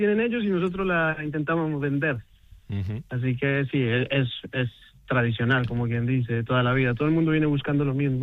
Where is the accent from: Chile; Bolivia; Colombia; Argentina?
Colombia; moved away as an adult; now in Ourense, Spain; yo soy colombiano, pero llevo aquí en Orense 20 años.